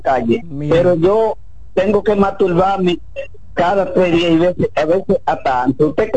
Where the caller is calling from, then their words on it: San Pedro de Macorís, Dominican Republic; yo llamo de Ingenio Cultura de San Pedro de Macorís. Yo soy un señor de 70 años.